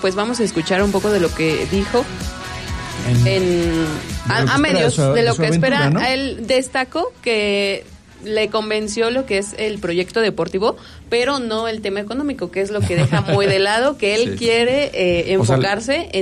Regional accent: Mexico

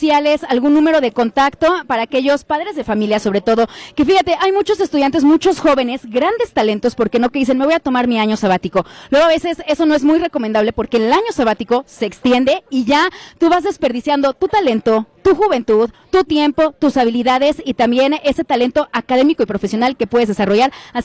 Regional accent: Mexico; soy mexicano, soy mexicana

